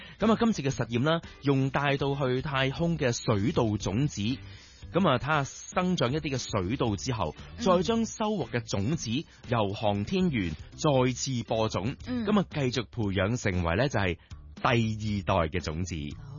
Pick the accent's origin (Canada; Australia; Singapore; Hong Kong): Hong Kong; 我哋香港人嘅一位太空人啦